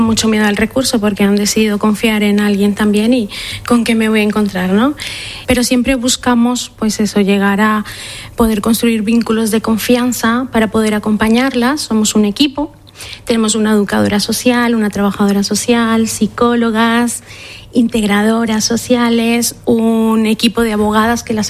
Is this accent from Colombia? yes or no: yes; Colombia; moved away; siempre vengo de Colombia, entonces mi madre enfermera y crecí escuchando del conflicto armado colombiano